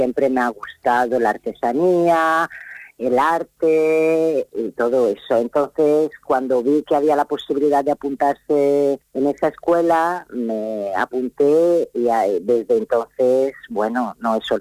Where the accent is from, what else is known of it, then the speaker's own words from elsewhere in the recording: Florence, Tuscany, Italy; now in Alicante, Spain; Pues yo soy de Italia, de Florencia, y vivo en Alicante desde hace 20 años. En el Campello, exactamente.